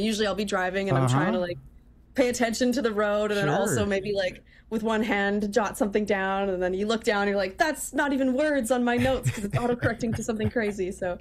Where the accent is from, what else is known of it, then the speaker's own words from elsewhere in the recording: Edmonton, Alberta, Canada; also born or lived in Fort McMurray; I was born in Fort McMurray, Alberta, and moved just outside of Edmonton to an acreage when I was little. My family we've got like family from Northern Alberta, particularly the Lac La Biche and Frog Lake regions